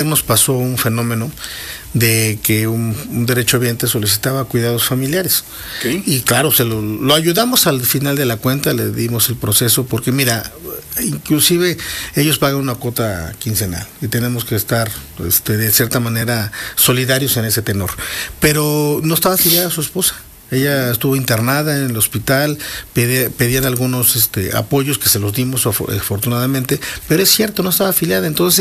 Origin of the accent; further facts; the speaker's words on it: Mexico; como buenos mexicanos somos, y me incluyo también